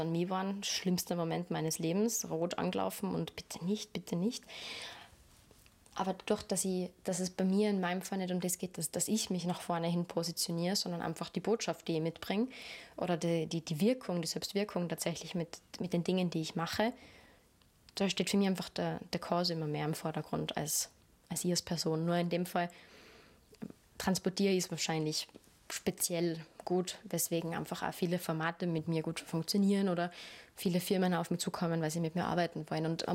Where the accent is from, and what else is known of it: Kufstein, Tyrol, Austria; born or raised there